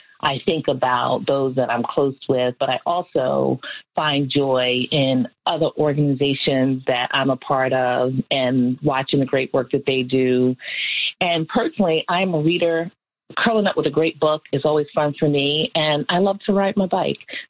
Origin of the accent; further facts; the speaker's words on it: Hempstead, New York, United States; also born or lived in Freeport; I am from Long Island, New York. And grew up in Nassau County, which I'm proud to say I'm from both Hempstead and Freeport, which is always a debate for my family, on Long Island.